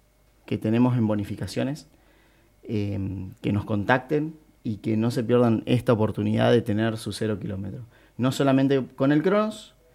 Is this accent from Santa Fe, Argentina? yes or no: yes; Rafaela, Santa Fe, Argentina; Bueno, nosotros somos de Rafaela, allá hay Didi, con un Didi